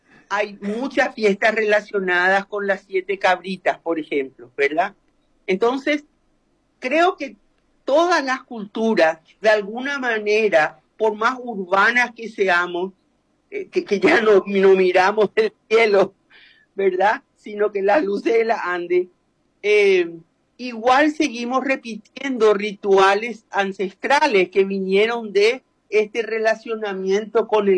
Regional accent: Piribebuy, Cordillera, Paraguay; born there; now in Asunción, Paraguay; mi pueblo Piribebuy

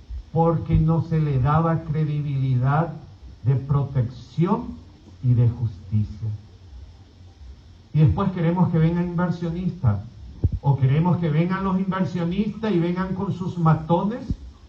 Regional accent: Alto Paraguay, Paraguay; Nosotros somos paraguayos.

